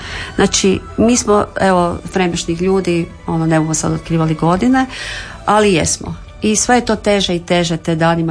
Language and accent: Croatian; Slatina, Virovitica-Podravina County, Croatia; moved away; ja sam rođena u Virovitici, ali on je baš Virovitičanin, a ja sam zapravo iz Slatine, iz jednog najljepšeg sela u Slavoniji koje se zove Nova Bukavica.